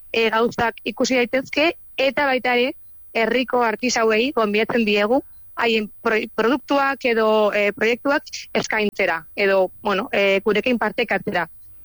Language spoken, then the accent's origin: Basque; Navarre, Spain; azkenean Nafarroakoak gara, eta proiektua gure, bueno, gure zonaldean edo amaitzea polita